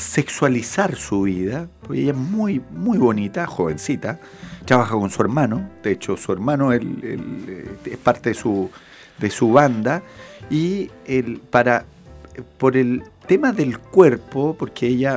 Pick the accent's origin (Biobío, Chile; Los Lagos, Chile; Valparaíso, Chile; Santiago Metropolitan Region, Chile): Biobío, Chile; Talcahuano; born there; moved away